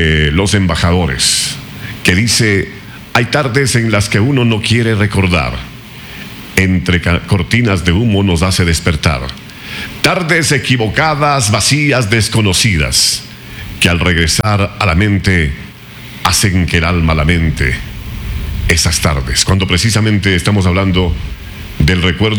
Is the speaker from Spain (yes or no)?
no; Ecuador; Así somos los ecuatorianos